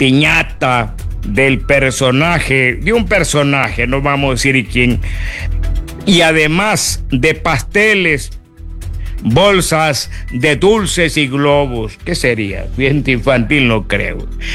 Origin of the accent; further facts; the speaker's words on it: Ecuador; Somos nosotros los ecuatorianos que le pagamos los sueldos a ustedes.